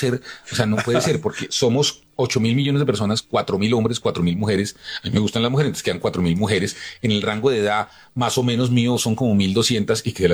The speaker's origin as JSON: {"language": "Spanish", "region": "Bogotá", "country": "Colombia", "tie": "born or raised there", "said": "Pues yo nací en un inclinato en Fontibón, viví en Kennedy, en el barrio de las Américas, luego viví en el barrio Bavaria, luego viví en el Bosque Popular"}